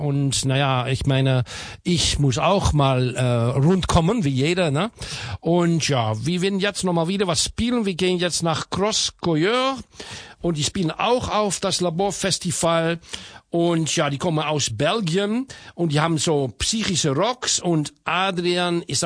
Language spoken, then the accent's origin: German; Switzerland; Und ich komme aus Neustelfort, Switzerland, das Kanton da.